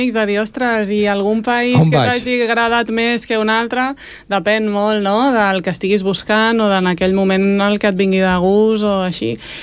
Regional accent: Esplugues de Llobregat, Catalonia, Spain; Jo sóc d'Esplugues de sempre, no m'he mogut a més de tres carrers de ràdio d'Esplugues

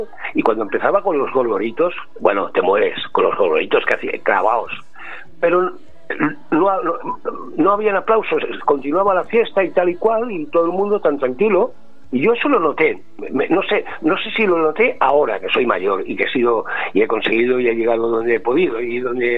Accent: Barcelona, Catalonia, Spain; Y se casaron y nací yo. Y entonces yo soy el primer hijo catalán. Somos 4 hermanos sevillanos y 3 catalanes.

